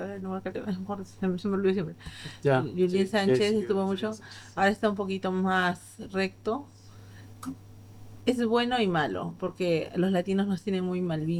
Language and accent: Spanish; Peru; now in Spain; tuve mi hija aquí, vivo aquí, todo aquí, desde que llegué casi de Perú. He vivido más aquí que en España. Yo vine aquí muy joven